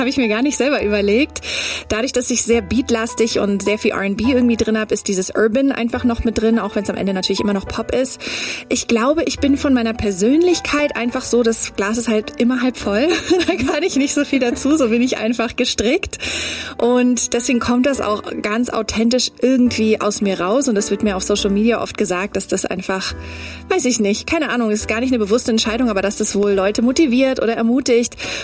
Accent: Germany; first language English; German is a second language; Also ich bin halb Amerikanerin. Ich bin zwar hier geboren und aufgewachsen, aber meine Mama ist Ami. Und ich habe selber eigentlich immer englische Musik gehört. Und meine Muttersprache ist Englisch.

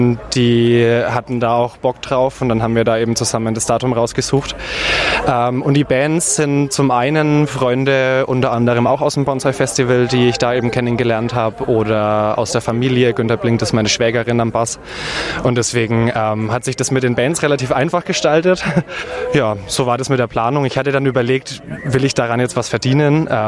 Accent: Nuremberg, Bavaria, Germany; Ich bin aus Nürnberg hier direkt

